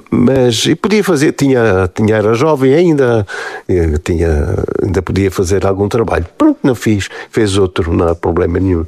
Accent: Marvão, Alentejo, Portugal; born there; moved away; do Conselho onde eu nasci

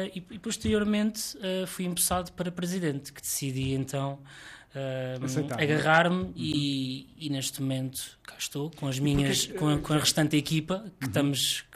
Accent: Souto da Casa, Castelo Branco, Portugal; É verdade que sou nascido e criado no Souto Casa, conheço o Souto Casa, conheço as pessoas do Souto Casa

